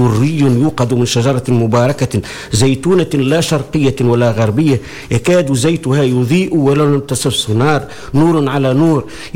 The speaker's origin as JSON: {"language": "Arabic", "country": "Tunisia", "said": "وانا فرحان برشا وممتن وفخور كتونسي"}